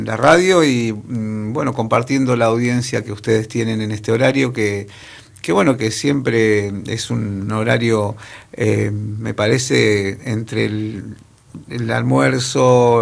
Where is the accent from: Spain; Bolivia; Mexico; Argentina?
Argentina; Río Turbio, Santa Cruz; also born or lived in 28 de Noviembre, Santa Cruz; yo me crié hasta los 10 años en 28 y después la familia se mudó a Río Turbio.